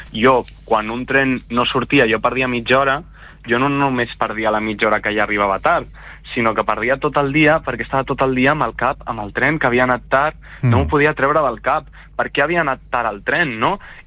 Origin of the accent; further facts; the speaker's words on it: Pineda de Mar, Catalonia, Spain; moved away as an adult; now in Cerdanyola del Vallès, Spain; Jo sóc de Pineda i m'han fet anar-me a viure a Cerdanyola